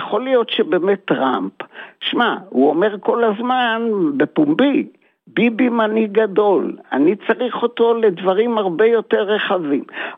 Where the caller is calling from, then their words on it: Tel Aviv, Tel Aviv District, Israel; מתל אביב.